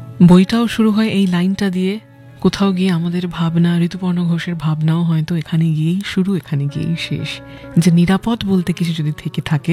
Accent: Kolkata, West Bengal, India; আমাদের টালিগঞ্জের বাড়ি, টালিগঞ্জে যেখানে উনি থাকতেন, অবশ্যই সেই বাড়ি ইন্দ্রাণী পার্কের ওখানে, যেখানে আমি জন্মেছি, বড় হয়েছি।

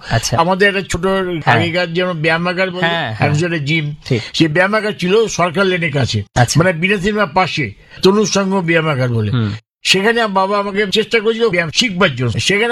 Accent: Kolkata, West Bengal, India; ছোটবেলাটা আমার কেটেছে বিনস্ট্রিটের কাছে, WC বেঞ্জি স্ট্রিট।

